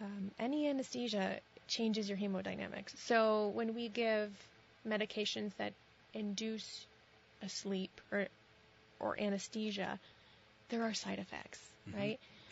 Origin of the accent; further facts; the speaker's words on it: Sheldon, Vermont, United States; I grew up in Sheldon, Vermont.